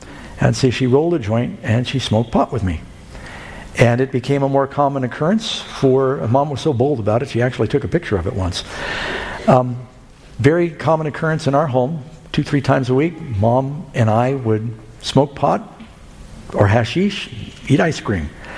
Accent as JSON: {"language": "English", "town": "New York City", "region": "New York", "country": "United States", "tie": "born or raised there", "also_born_or_lived": "Burbank, California", "said": "Now, I grew up mostly in New York City. I'm born in Southern California, in Burbank. I grew up Mom moved to New York City after she divorced Dad."}